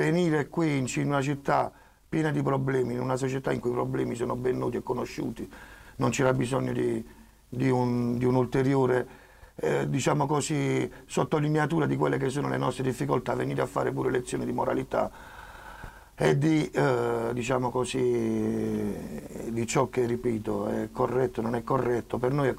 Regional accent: Taranto, Apulia, Italy; Io sono tarantino, tante generazioni

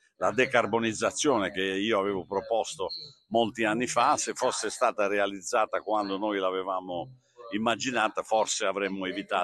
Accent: Apulia, Italy; fare tutto quello che posso per il mio paese, per l'Italia e per la mia terra che è la Puglia.

